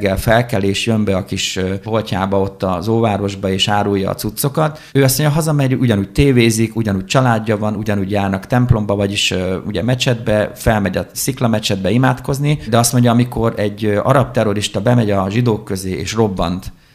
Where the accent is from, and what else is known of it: Hungary